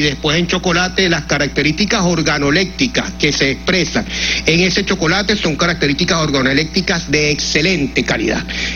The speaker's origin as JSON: {"language": "Spanish", "country": "Venezuela", "said": "nos ha identificado como venezolanos"}